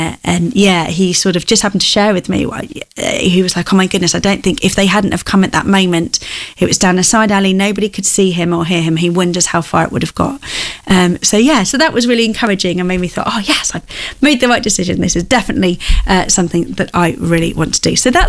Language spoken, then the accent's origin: English; Ashby-de-la-Zouch, East Midlands, United Kingdom; go out to my hometown of Ashby